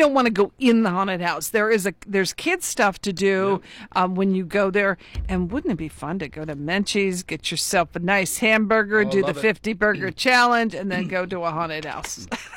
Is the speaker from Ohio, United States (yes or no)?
yes; Summit County, Ohio, United States; born there; also born or lived in Athens; I was born in Summit County.